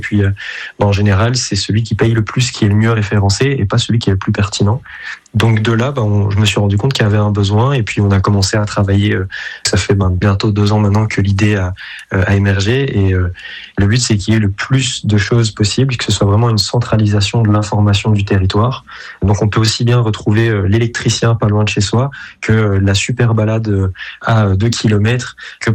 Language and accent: French; Belgium; now in France; Moi, je viens de Belgique. Je suis arrivé en Ardèche il y a un peu plus de 2 ans maintenant.